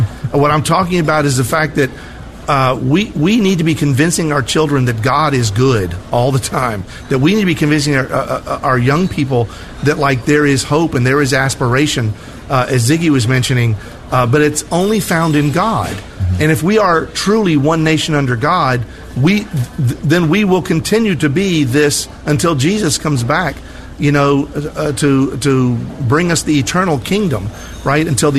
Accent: United States; born there; I'm an American. I was born in America. I love this country.

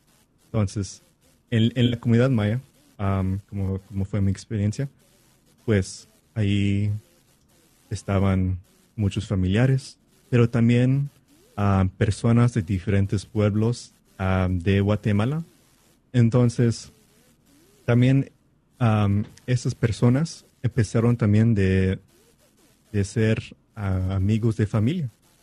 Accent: Mesa, Arizona, United States; sé unas palabras en Chuj, pero no mucho. Pero de allá somos. Y pues yo nací en Mesa, Arizona. Y allá también fui a la escuela y todo eso.

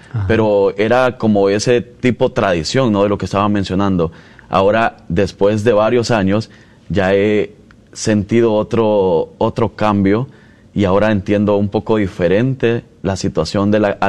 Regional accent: Nueva Concepción, Chalatenango, El Salvador; born or raised there; now in Alabama, United States

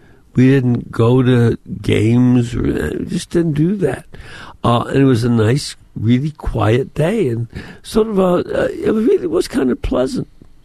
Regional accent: Chicago, Illinois, United States; born or raised there

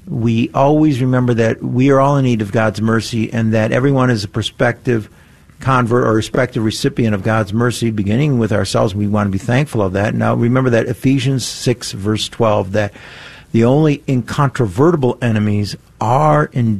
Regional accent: Detroit, Michigan, United States; I'm from Detroit.

